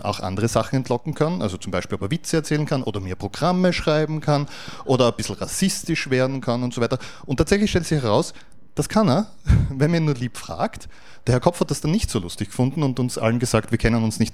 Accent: Graz, Styria, Austria; Ja, hallihallo … ich komme aus Graz.

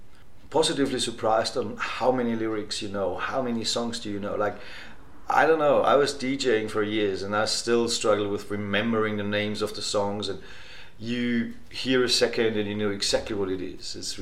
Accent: Austria; I think it was, I'm from Austria, obviously

